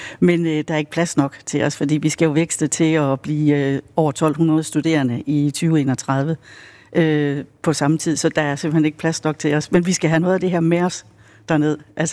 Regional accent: Vejle, Region of Southern Denmark, Denmark; Jeg er en stolt vejlenser, og jeg synes, det er et kæmpe fantastisk skridt for Vejle, at vi bliver universitetsby.

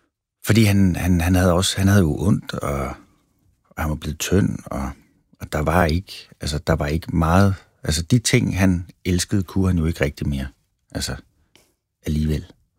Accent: Valby, Capital Region of Denmark, Denmark; vi havde sådan en plads i Valby, faktisk lige over for spinderiet, hvor jeg voksede op.

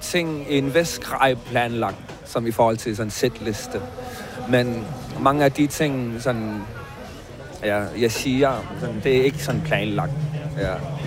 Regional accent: Greenland; det er jo det, som grønlænder, så er man vant til, at vejret bestemmer.

